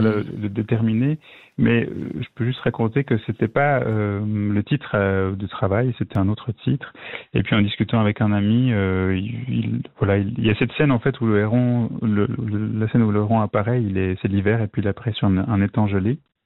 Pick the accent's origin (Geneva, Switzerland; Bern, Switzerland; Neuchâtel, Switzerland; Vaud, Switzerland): Vaud, Switzerland; Lausanne; now in Vevey, Switzerland; je suis né à Lausanne, j'ai passé, voilà, maintenant j'habite à Vevey, mais j'ai habité 20 ans là-bas.